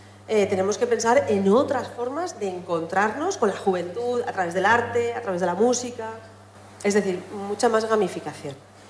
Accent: Sagunto, Valencian Community, Spain; yo soy de Sagunto

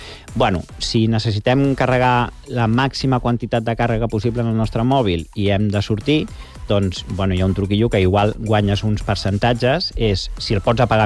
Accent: Galicia, Spain; Bueno, perquè jo sóc de Galícia, la meva dona és d'aquí, llavors...

